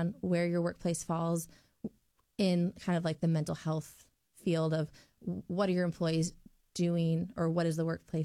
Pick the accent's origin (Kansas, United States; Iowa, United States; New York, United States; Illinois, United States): Iowa, United States; West Des Moines; I was born and raised in West Des Moines.